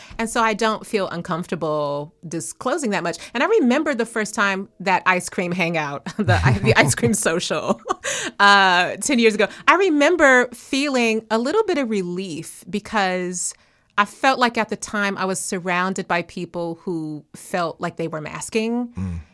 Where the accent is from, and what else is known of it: Chicago, Illinois, United States